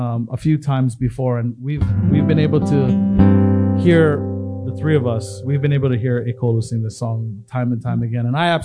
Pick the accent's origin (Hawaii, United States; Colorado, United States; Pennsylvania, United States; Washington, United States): Hawaii, United States